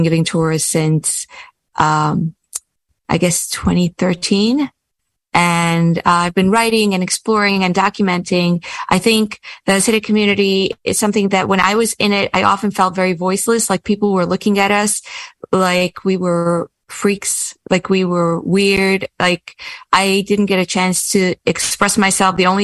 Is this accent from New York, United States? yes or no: yes; Kiryas Joel, New York, United States; moved away as an adult; So I grew up in Kiryas Joel. I grew up in a very, I suppose there is a spectrum in every Hasidic community, including in Kiryas Joel.